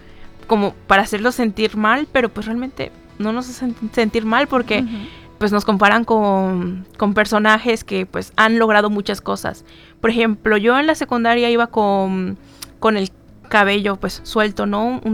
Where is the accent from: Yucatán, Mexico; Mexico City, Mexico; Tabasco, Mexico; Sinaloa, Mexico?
Yucatán, Mexico; yo soy yucateca, más yucateca que la longaniza